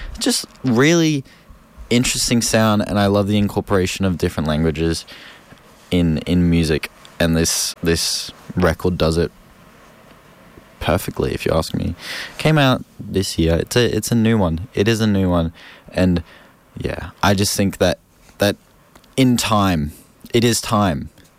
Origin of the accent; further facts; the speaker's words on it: Brisbane, Queensland, Australia; as Brisbaneites here in Mianjin.